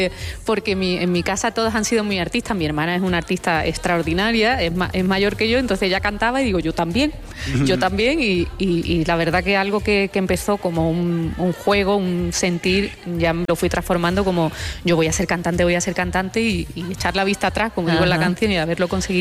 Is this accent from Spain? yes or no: yes; Andalusia, Spain; Mucho, bueno, y además yo soy andaluza y cuando aprieto el acento, pero...